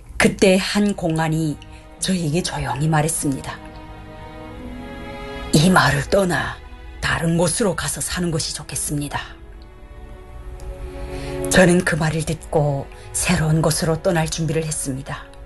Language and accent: Korean; Kyongwon, North Hamgyong, North Korea; now in South Korea; 저는 북한 함경북도 경원군에서 태어나 어린 나이에 어머니와 두 언니를 잃고 가족의 생계를 책임져야 했습니다.